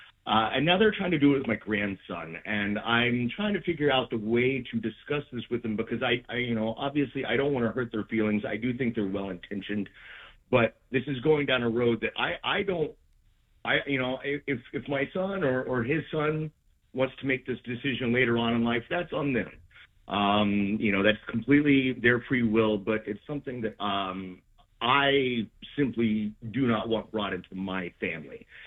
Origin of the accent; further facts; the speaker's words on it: Brooklyn, New York, United States; now in Chattanooga, United States; Yes. I'm originally from Brooklyn, but I'm stuck down here, not to my own decision at the moment.